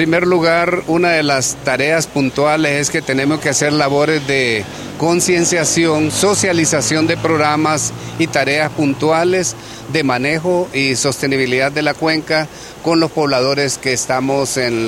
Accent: Siguatepeque, Comayagua, Honduras; todos como hondureños, especialmente de Siguatepeque

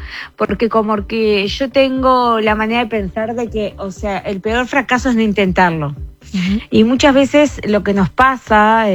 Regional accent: Cardona, Soriano, Uruguay; moved away as an adult; also born or lived in Nueva Helvecia; now in Playa Fomento, Uruguay; Soy de la Rañaga, que es un paraje rural, que está muy cerquita a Cardona, y bueno, yo fui a la escuela pública en Cardona, al liceo público de Cardona, así que bueno, de ahí es donde vengo.

